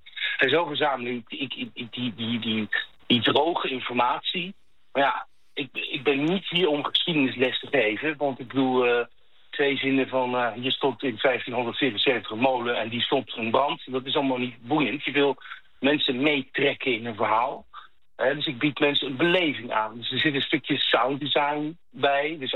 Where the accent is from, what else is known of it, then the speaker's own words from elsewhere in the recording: The Hague, South Holland, Netherlands; now in Voorburg, Netherlands; Ik ben opgegroeid in Den Haag en ik woon in Voorburg.